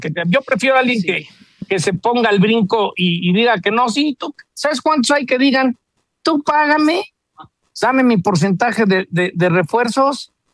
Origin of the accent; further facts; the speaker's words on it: Mexico; Es vergonzoso como mexicano ver que la publicidad de espectaculares alrededor del Azteca